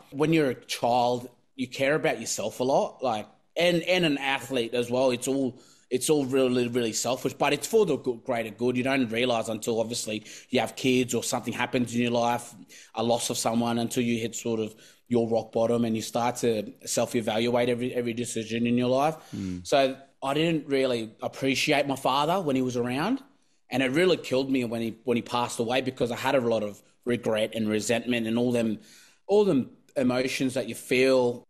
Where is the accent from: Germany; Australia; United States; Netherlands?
Australia; Cairns, Queensland; English is a second language; also born or lived in Goroka, Eastern Highlands, Papua New Guinea; I sort of grew up in Cairns. So for me, it was very tough, man. As for you guys, you know, like I grew up in Papua New Guinea. So when I first moved over to Cairns, I didn't know English.